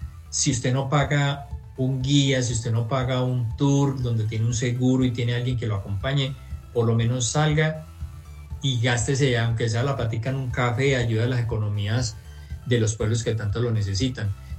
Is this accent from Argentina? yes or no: no; Colombia; por eso todavía soy el colombiano que más lo ha corrido en moto